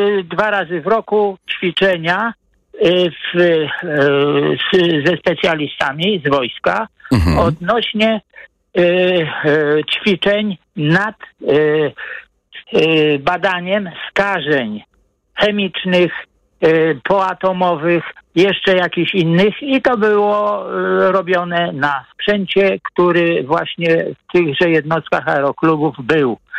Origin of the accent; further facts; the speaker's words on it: Warsaw, Masovian Voivodeship, Poland; ponieważ jestem z Warszawy